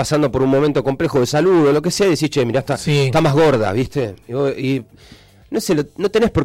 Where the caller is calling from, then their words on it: Cipolletti, Río Negro, Argentina; Vivo en barrio Obrero A.